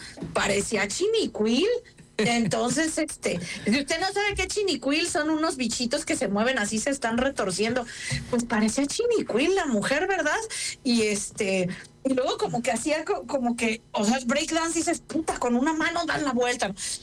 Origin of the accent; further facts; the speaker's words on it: Mexico; me justifico por ser mexicana